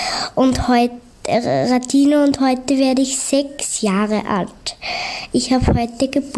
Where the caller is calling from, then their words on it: Upper Austria, Austria; wohne in Oberösterreich und in Bad Hall.